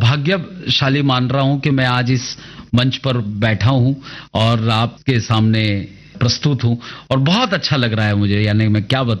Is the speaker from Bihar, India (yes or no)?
no; Ahmedabad, Gujarat, India; वो हमारे अहमदाबाद में ही, अहमदाबाद